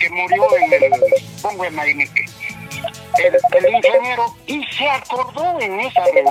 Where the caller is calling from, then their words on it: Huaran, Cusco, Peru; yo vivo en Huaram